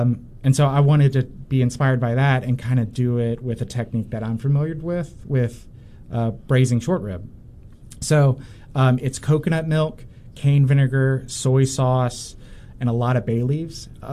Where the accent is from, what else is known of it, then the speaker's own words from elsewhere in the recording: Mobile, Alabama, United States; Growing up in Mobile, there's tons of seafood